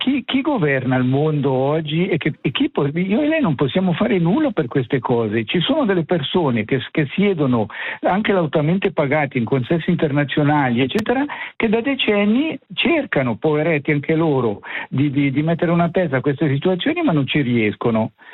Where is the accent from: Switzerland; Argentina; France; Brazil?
Switzerland; io sono nato e cresciuto in Svizzera